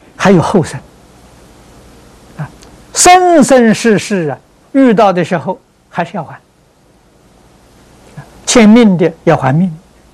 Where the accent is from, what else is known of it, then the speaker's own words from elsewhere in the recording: China; 也是我们中国人常讲的博弈之财。